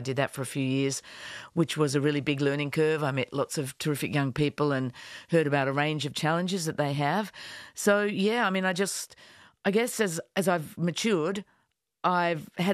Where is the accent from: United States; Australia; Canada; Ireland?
Australia; Adelaide, South Australia; Really, it wasn't much of a thing to do a journalism school at university, journalism degree, when I was growing up in Adelaide.